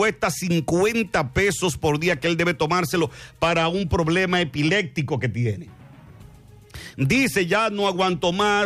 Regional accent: Dominican Republic; el único respaldo que uno tiene como dominicano

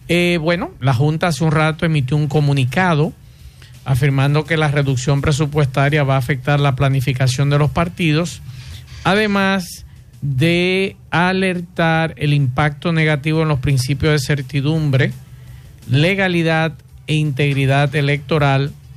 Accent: Dominican Republic

